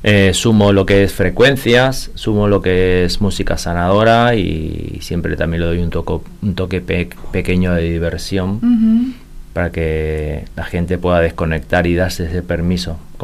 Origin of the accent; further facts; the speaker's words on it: Posadas, Misiones, Argentina; also born or lived in Barcelona, Spain; Bueno, soy español, nacido en español, pero en España, Barcelona. Pero de pequeño mis padres hicieron una aventura y con 8 años viví 11 años aquí en Posadas.